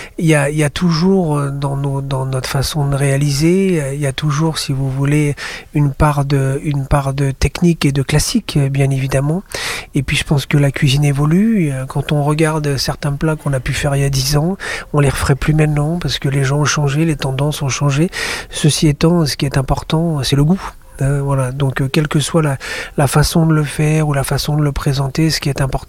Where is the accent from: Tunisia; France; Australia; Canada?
France; Brittany; also born or lived in Bangkok; now in Cannes, France; je suis breton d'origine, installé maintenant à Cannes depuis 95.